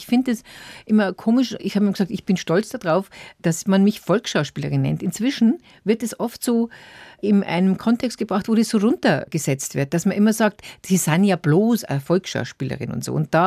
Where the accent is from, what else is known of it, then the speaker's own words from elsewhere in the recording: Bavaria, Germany; accent: Bavarian dialect; man hat immer das Gefühl als Bayer, dass man sich immer so ein bisschen wehren muss.